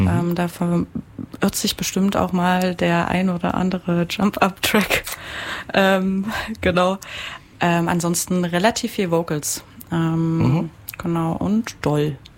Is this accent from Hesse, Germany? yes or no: no; Merseburg, Saxony-Anhalt, Germany; Ich komme ursprünglich aus Merseburg.